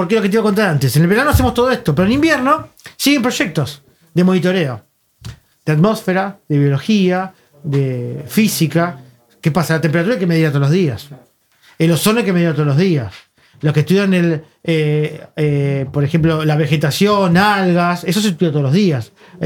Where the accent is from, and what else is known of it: Buenos Aires, Argentina